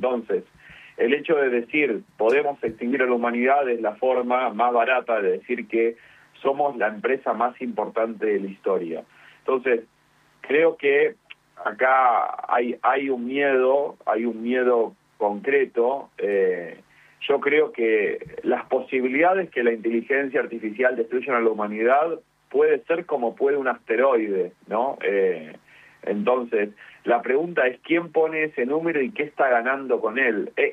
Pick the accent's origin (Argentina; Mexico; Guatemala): Argentina